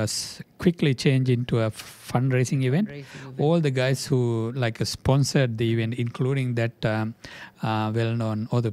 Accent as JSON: {"language": "English", "region": "Central Province", "country": "Sri Lanka", "tie": "born or raised there", "second_language": "English", "said": "Sri Lanka had this Ditwa, mm-hmm. like the floods or like a landslides uh-huh. close to my hometown in the upcountry mm-hmm. or like a hilly area in mm-hmm. Sri Lanka, like Central Hills."}